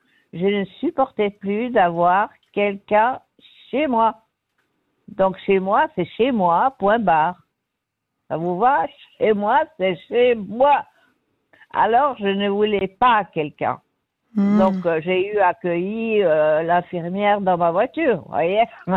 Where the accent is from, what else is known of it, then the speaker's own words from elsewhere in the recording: Switzerland; Je suis dans un pays libre, je suis suissesse.